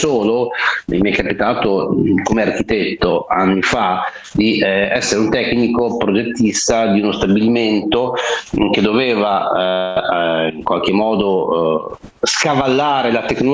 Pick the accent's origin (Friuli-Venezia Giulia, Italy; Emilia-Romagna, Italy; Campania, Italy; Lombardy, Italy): Emilia-Romagna, Italy; io sono emiliano romagnolo, lo sai, però in questo caso romagnolo, perché sì, sì, Castel Bolognese